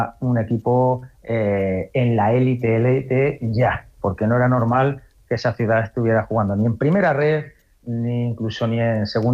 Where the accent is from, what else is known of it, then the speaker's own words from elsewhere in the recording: Aragon, Spain; Yo soy maño, me considero maño, bautizado y pasado por el manto del Pilar, ¿vale? Pero no jugué en Zaragoza.